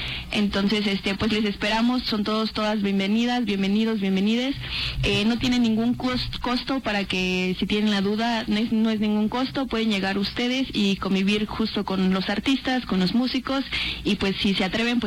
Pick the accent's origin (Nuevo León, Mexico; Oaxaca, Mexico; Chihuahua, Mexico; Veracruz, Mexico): Oaxaca, Mexico; Tlaxiaco; cosas que nos transgreden como tlaxiaqueños, como oaxaqueños